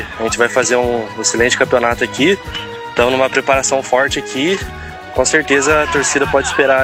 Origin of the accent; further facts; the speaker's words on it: São Paulo, Brazil; Eu saí lá de São Paulo em busca de vir aqui ser campeão.